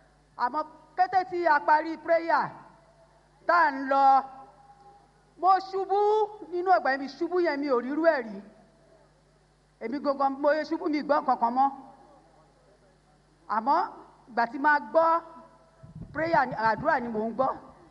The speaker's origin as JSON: {"language": "Yoruba", "town": "Oshodi", "region": "Lagos", "country": "Nigeria", "said": "Mo wá láti ìlú Máfolúkú Oshodi, Èkó."}